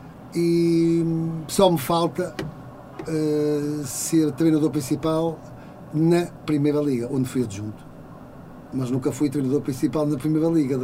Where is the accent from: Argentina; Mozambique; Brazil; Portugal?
Portugal; Matosinhos, Norte; Matosinhos, nasci em Matosinhos. Meu pai é pescador.